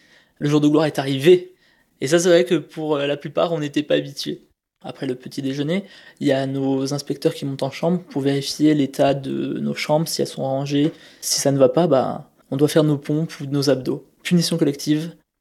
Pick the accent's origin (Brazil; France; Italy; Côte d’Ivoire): France; Hyères, Provence-Alpes-Côte d'Azur; J'ai grandi à Hyères, dans le Var. Mon père était dans l'armée de terre.